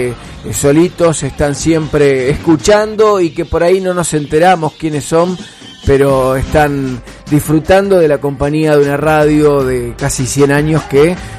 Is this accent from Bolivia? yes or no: no; Argentina